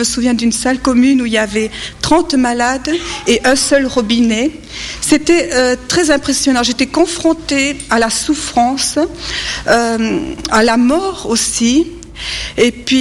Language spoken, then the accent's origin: French; France